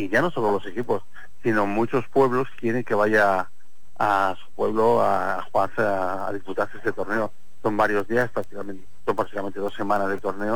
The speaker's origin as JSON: {"language": "Spanish", "town": "Tordesillas", "region": "Castile and León", "country": "Spain", "said": "Atlético Torresillas, déjame decirlo, de mi pueblo."}